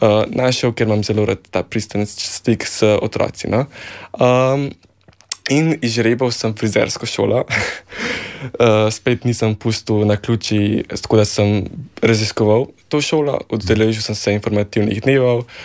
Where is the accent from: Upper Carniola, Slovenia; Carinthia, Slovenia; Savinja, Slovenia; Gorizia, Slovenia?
Upper Carniola, Slovenia; Kranj; prihajam iz Kranja, prej so se pogovarjali, da sem bolj človek iz vasi